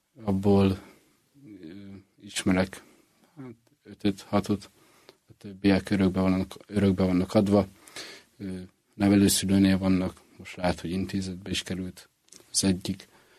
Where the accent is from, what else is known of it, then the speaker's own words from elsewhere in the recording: Budapest, Hungary; Hát Budapesten születtem, a 8. kerületben, 2006-ban, 4. hó 15-én, áprilisban.